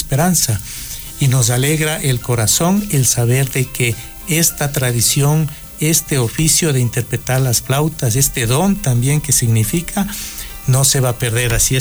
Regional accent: Malchinguí, Pichincha, Ecuador; born there; moved away; de Malchinguí, de mi pueblito donde nací

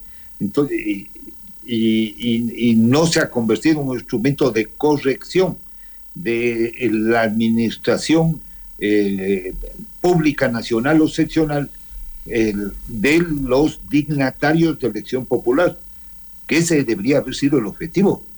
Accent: Ecuador

